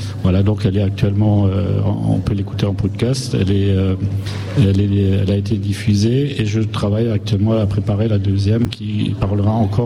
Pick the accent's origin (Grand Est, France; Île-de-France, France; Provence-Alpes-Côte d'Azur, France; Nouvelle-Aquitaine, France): Grand Est, France; moved away as an adult; now in Lorraine, France; alors je viens d'Alsace